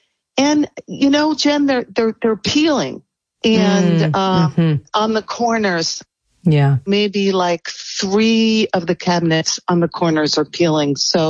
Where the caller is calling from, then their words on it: San Diego, California, United States; from California in the Del Mar area in San Diego.